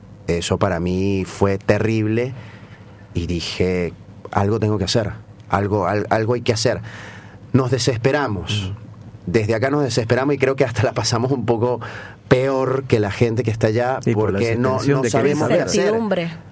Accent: Barquisimeto, Lara, Venezuela; moved away; Yo soy de Barquisimeto, uh-huh. de la provincia de Lara.

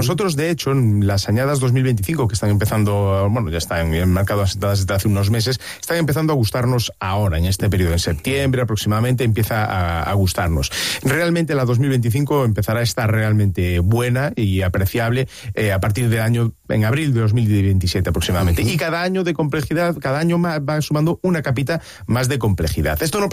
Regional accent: Galicia, Spain; Como buen gallego, depende.

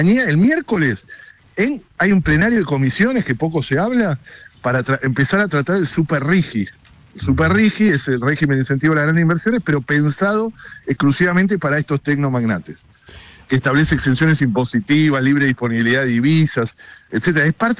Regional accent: Argentina

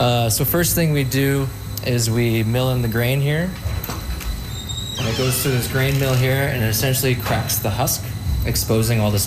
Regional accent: Revelstoke, British Columbia, Canada; growing up, I grew up in Revelstoke, BC.

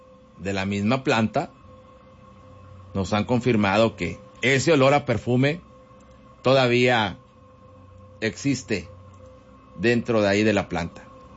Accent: Nava, Coahuila, Mexico; Te comento, soy de Nava, de una colonia llamada Bosque.

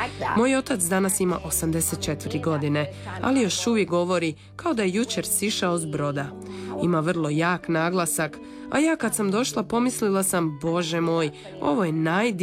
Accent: Perth, Western Australia, Australia; now in Podgora, Croatia; Rođena sam u Perthu u zapadnoj Australiji. Tamo sam rođena i odrasla.

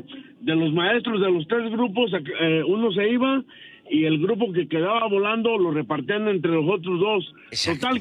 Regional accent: Zamora, Michoacán, Mexico; now in Jerome, United States; Pero soy de Zamora, Michoacán.

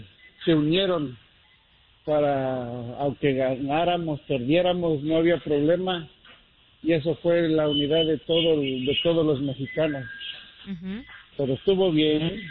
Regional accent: Mexico; Somos mexicanos y que no nos rajamos.

